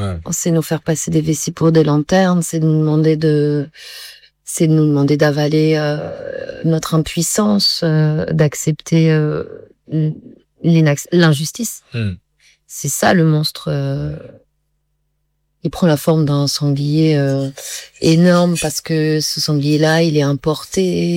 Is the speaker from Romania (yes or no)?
no; Grand Est, France; moved away; Donc moi, j'ai grandi dans la Marne, mais c'était pas par choix.